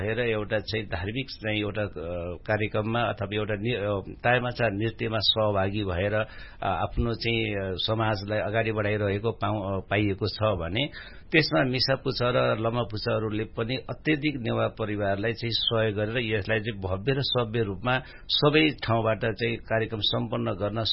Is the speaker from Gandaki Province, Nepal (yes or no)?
yes; Pokhara, Gandaki Province, Nepal; born or raised there